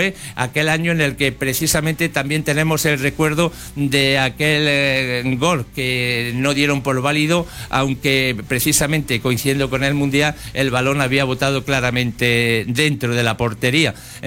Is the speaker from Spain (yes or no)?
yes; La Carolina, Andalusia, Spain; mi pueblo, de mi tierra natal, de la Carolina